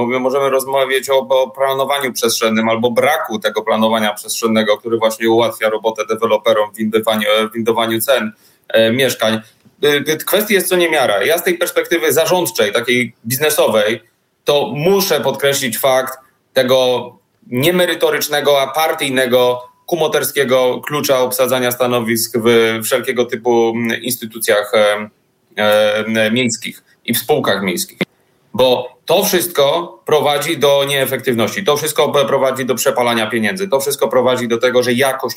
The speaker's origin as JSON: {"language": "Polish", "town": "Warsaw", "region": "Masovian Voivodeship", "country": "Poland", "tie": "born there", "said": "ja jestem urodzonym warszawiakiem"}